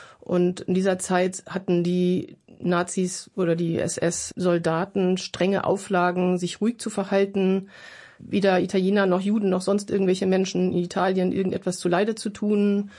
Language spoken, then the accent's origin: German; Germany; accent: German; ich hatte als junger Mensch immer mal wieder mit einerseits meiner Identität als Deutscher zu tun. Ich konnte mich nicht identifizieren mit meinem Deutschsein. Ich habe mich geschämt, Deutsche zu sein.